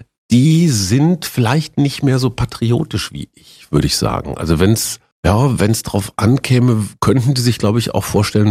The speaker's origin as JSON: {"language": "German", "town": "Münster", "region": "North Rhine-Westphalia", "country": "Germany", "tie": "born or raised there", "said": "Die städtischen Bühnen in Münster, meiner Heimatstadt in Westfalen, lagen direkt gegenüber vom Verlagsgebäude der Münsterischen Zeitung."}